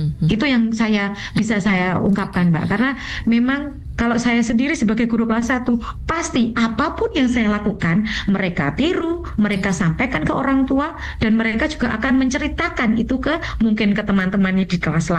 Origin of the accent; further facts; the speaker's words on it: East Java, Indonesia; accent: medok; Saya dari Jawa Timur ya, Pak Fauzi ya. Mungkin bahasa saya sedikit medok nanti kalau didengarkan.